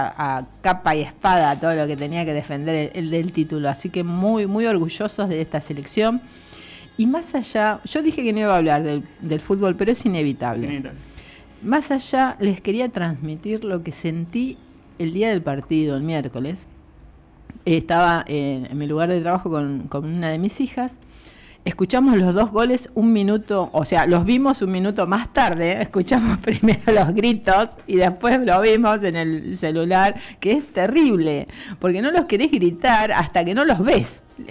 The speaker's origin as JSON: {"language": "Spanish", "country": "Argentina", "said": "Me siento más argentina que nunca."}